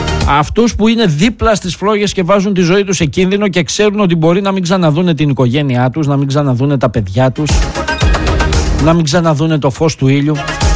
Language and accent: Greek; Greece